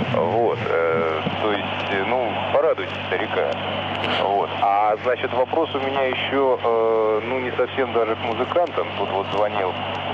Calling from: Volgograd, Volgograd Oblast, Russia; Я, значит, из Волгограда

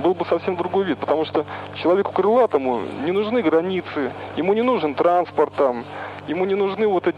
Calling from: Uchkuduk, Navoiy Region, Uzbekistan; Вот я сам из Учкудука

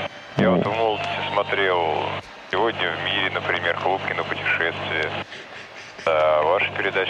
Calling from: Volgograd, Volgograd Oblast, Russia; Вот я тот самый из Волгограда.

